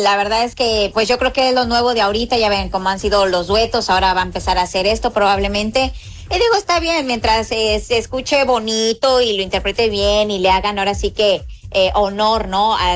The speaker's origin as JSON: {"language": "Spanish", "country": "Mexico", "said": "nosotros como mexicanos"}